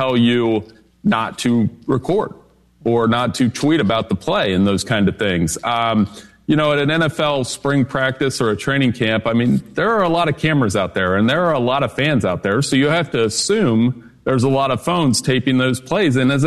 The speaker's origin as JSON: {"language": "English", "region": "Ohio", "country": "United States", "tie": "born or raised there", "said": "I grew up in Ohio."}